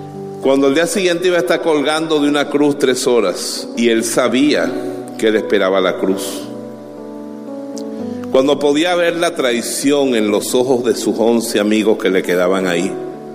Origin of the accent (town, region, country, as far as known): Bejuma, Carabobo, Venezuela; born or raised there